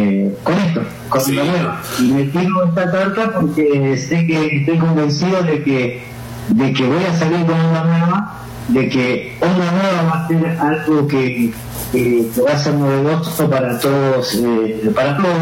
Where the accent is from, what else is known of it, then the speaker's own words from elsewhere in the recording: Colombia; siendo colombiano